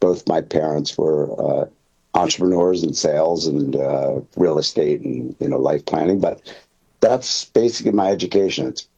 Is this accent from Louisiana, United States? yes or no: no; Philadelphia, Pennsylvania, United States; But anyway, I'm from Philadelphia. That's where I'm originally from.